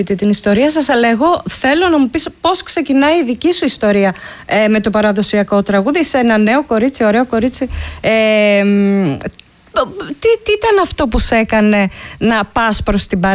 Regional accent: Western Greece, Greece; born there; Για μένα και το Γρηγόρη που καταγόμαστε από την Αιτωλοκαρνανία

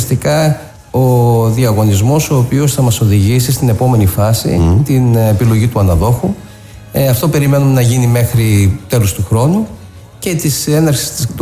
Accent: Thessaloniki, Central Macedonia, Greece; also born or lived in Athens; now in Thessaloniki, Greece; Σαν Θεσσαλονικιός που έχει ζήσει τα περισσότερα χρόνια του στην Αθήνα επαγγελματικά

